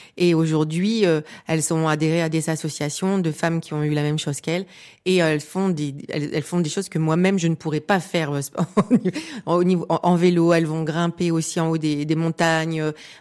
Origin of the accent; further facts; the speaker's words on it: northern France, France; Je viens du nord de la France et à l'époque, voilà, j'ai eu un grand-père qui allait à la mine